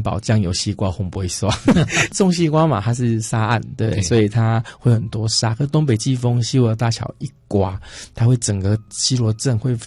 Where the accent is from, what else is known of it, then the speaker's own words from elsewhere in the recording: Gukeng, Yunlin County, Taiwan; 我是古坑人嘛，